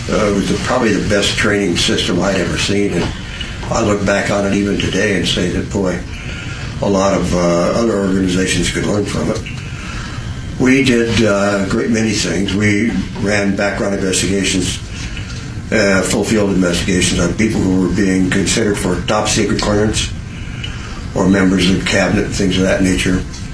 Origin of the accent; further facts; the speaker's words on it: North Dakota, United States; I was born and raised up in North Dakota.